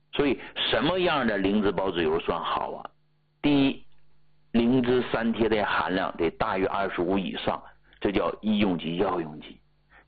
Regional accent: Hegang, Heilongjiang, China; moved away; 我老家不黑龙江的吗？黑龙江鹤岗的，啊，那个地方冷

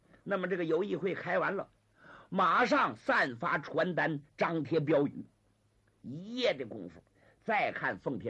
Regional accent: Liaoning, China; 我可没有贬低咱们辽宁人的意思，我本身也是辽宁人。

